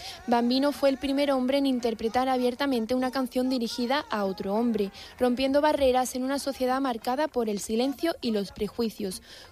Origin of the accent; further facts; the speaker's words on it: Utrera, Andalusia, Spain; Utrera, mi tierra